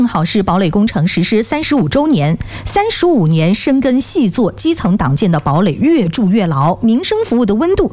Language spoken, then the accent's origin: Chinese; Fuzhou, Fujian, China